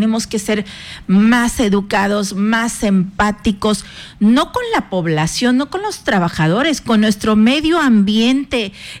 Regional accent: Mexico; Así somos los mexicanos

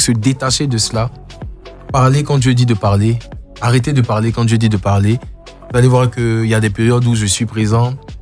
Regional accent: Côte d’Ivoire; now in Abidjan, Côte d'Ivoire; En fait, je suis de Gagnois et de Giglo.

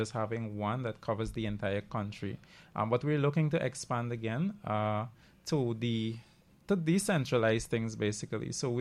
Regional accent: Pomeroon-Supenaam, Guyana; I'm from Essequibo. I'm actually from the Essequibo Coast. I live and work there.

